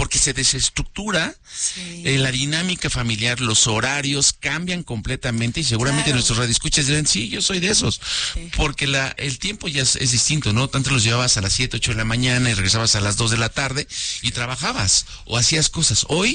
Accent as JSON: {"language": "Spanish", "country": "Mexico", "said": "los mexicanos pues tenemos unas vacaciones de verano"}